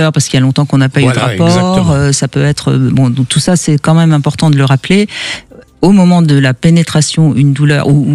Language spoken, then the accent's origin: French; Tourcoing, Hauts-de-France, France; born there; je suis née à Tourcoing, dans le Nord.